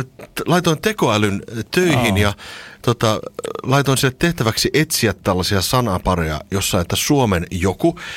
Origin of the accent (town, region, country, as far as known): Tampere, Pirkanmaa, Finland